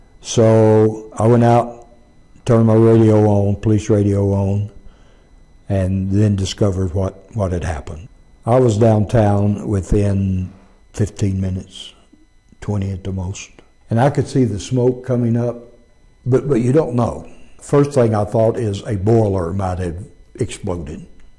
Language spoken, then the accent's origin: English; Arkansas, United States